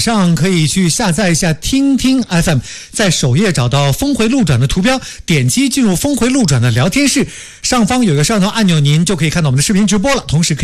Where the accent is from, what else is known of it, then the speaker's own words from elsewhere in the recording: Shenzhen, Guangdong, China; born there; 我小的时候在深圳